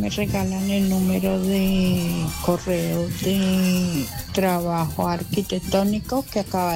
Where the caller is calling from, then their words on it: Payandé, Tolima, Colombia; Yo soy de Payandé.